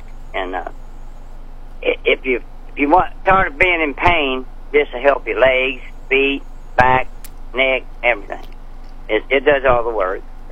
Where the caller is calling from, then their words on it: Franklin, Missouri, United States; Franklin, Missouri.